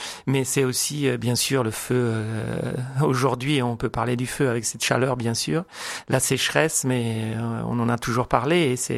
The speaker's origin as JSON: {"language": "French", "town": "Rome", "region": "Lazio", "country": "Italy", "moved": "yes", "said": "à Rome, vu que nous venons de Rome, on dit fuoco, er fuoco."}